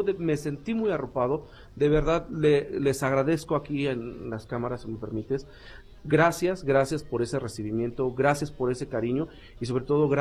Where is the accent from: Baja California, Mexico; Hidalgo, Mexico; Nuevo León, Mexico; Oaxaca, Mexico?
Hidalgo, Mexico; Pachuca; Sí, ahí soy originario de Pachuca.